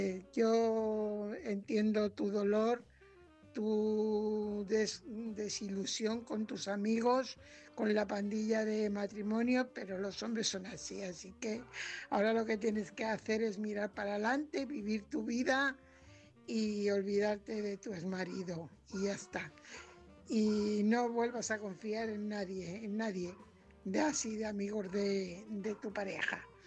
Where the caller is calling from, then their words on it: Fuenlabrada, Community of Madrid, Spain; corresponsal de Fuenlabrada.